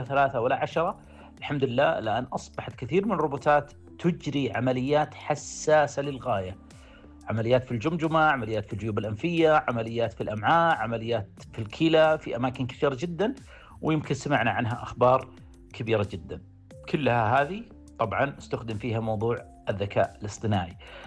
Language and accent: Arabic; Saudi Arabia; الآن إحنا شفنا حتى عندنا في السعودية والحمد لله بحكم أنها دولة جدا متقدمة ورائعة في مجال الطب